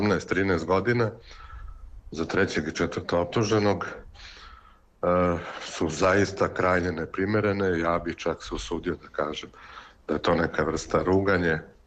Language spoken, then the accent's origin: Serbian; Pristina, Pristina District, Kosovo; moved away as an adult; s obzirom da sam rođen u Prištini i da sam živeo tamo do sredine 1999. godine